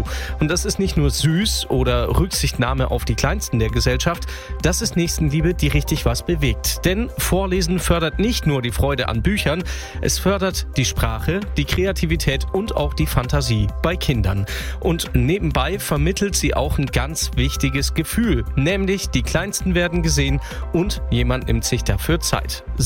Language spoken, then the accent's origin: German; Esslingen am Neckar, Baden-Württemberg, Germany; Sind für mich die Leseriesen aus meiner Heimatstadt. Darauf hat mich meine Mutter am Wochenende hingewiesen. In der Kreisstadt Esslingen am Neckar, da wird vorgelesen.